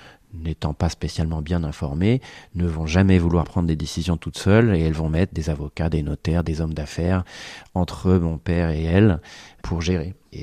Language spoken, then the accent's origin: French; Hombourg-Budange, Grand Est, France; moi, j'ai grandi ici.